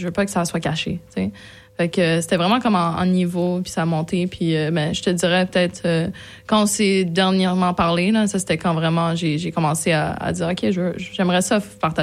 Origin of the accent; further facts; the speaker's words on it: Indonesia; J'ai grandi en Indonésie.